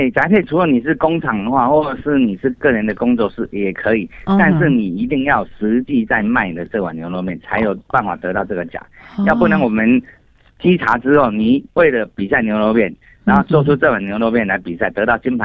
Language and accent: Chinese; Taiwan; 我们台湾人